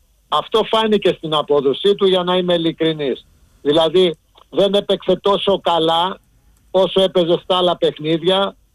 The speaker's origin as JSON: {"language": "Greek", "country": "Greece"}